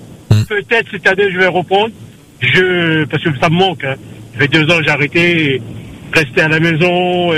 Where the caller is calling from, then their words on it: Saintes, Nouvelle-Aquitaine, France; En Charente-Maritime.